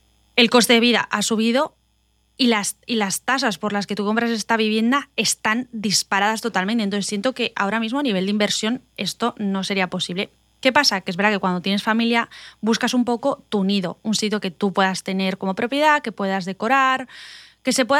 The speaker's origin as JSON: {"language": "Spanish", "country": "Spain", "moved": "as an adult", "lives_now": "United States", "said": "Y nosotros en España, bueno, yo soy española"}